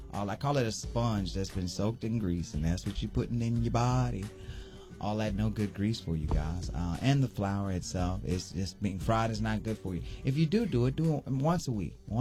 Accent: United States; we're American.

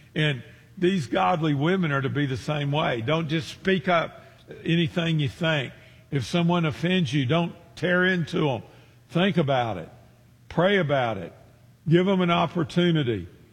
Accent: Memphis, Tennessee, United States; Of course, I'm from Memphis, and Oxford's less than 100 miles from us

